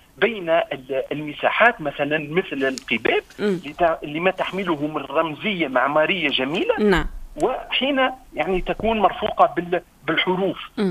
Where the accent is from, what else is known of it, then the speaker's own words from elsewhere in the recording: Kairouan, Kairouan Governorate, Tunisia; كوني أنا ترعرعت في مدينة القيروان، موروث معماري وثقافي حضاري كبير برشا